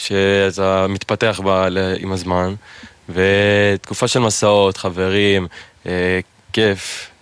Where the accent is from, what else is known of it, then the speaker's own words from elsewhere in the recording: Sde Nahum, Northern District, Israel; בן 19, משדה נחום.